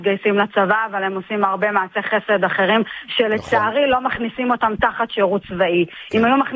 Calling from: Tel Aviv, Tel Aviv District, Israel; בתור תל אביבית

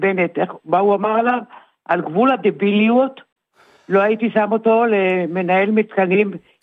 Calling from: Ramat Gan, Tel Aviv District, Israel; Hebrew is a second language

